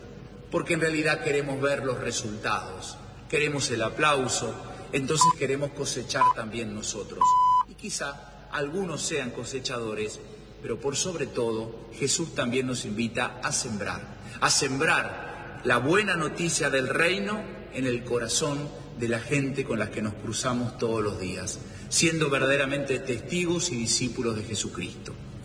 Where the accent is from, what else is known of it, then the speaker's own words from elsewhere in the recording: Argentina; que como argentinos podamos reconstruir los vínculos, que sepamos que la solución a los problemas de nuestro país es entre todos, con todos.